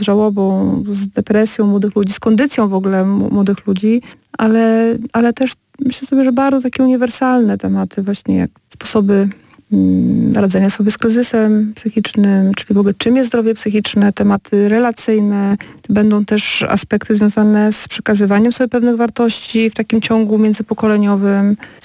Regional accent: Kluczbork, Opole Voivodeship, Poland; bo ja pochodzę z Kuszborka i tam dyskusyjny klub filmowy przed wielu laty był, akurat filmowy.

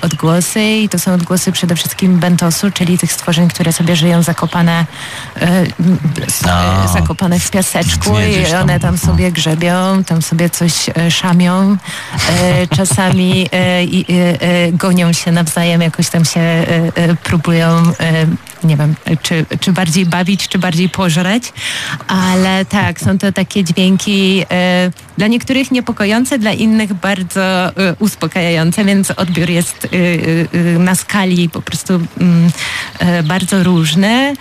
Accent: Polish coast, Poland; Ja jestem z nadmorza.

